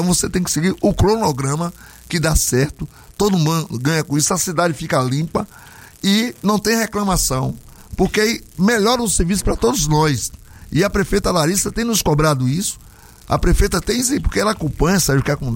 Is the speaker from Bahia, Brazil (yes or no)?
yes; Ipiaú, Bahia, Brazil; minha cidade natal, onde eu nasci, onde o meu DNA é daqui